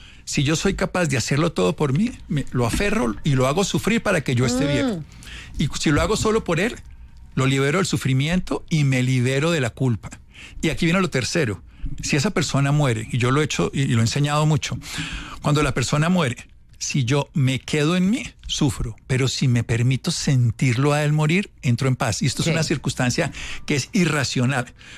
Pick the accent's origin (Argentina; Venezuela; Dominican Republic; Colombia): Colombia; Armero, Tolima; Yo soy de Armero, Tolima, 25.000 personas murieron hace 40 años. Conozco esta historia.